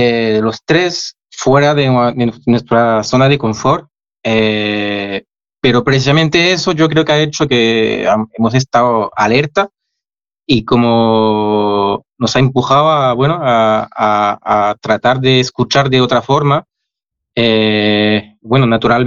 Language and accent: Spanish; France; Spanish is a second language; moved away as an adult; also born or lived in Seville, Spain; now in Madrid, Spain; yo soy francés, empecé con el piano clásico y bueno, o sea, en mi familia nadie es de España